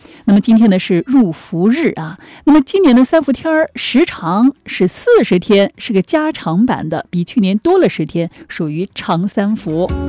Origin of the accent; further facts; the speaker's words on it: Jiangsu, China; 我们江苏有什么样的习俗啊